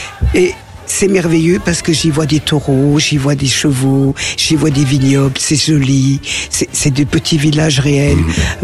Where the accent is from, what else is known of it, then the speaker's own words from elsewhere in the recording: Auvergne-Rhône-Alpes, France; dans mon village natal. Oui, à côté du lac.